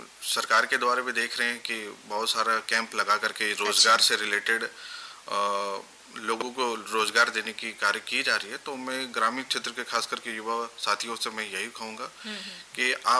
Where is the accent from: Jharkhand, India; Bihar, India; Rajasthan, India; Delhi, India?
Jharkhand, India; Chaibasa; और मैं चाईबासा का ही निवासी हूँ